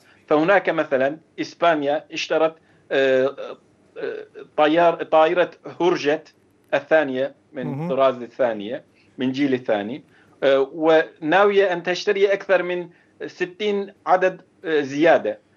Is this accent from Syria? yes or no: no; Turkey; فبالتالي نحن كشعب تركي